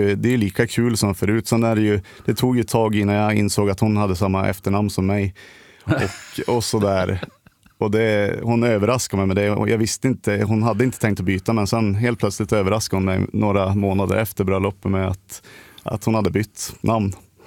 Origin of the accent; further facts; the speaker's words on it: Västernorrland County, Sweden; jag är ju uppväxt alldeles vid Ångermanälven, bara några hundra meter ifrån